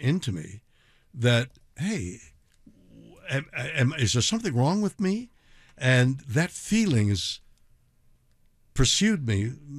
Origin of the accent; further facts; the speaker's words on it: Montreal, Quebec, Canada; born there; Well, I was born in Montreal, French Canada, and there it's a very Catholic, it was in those years, very enclosed.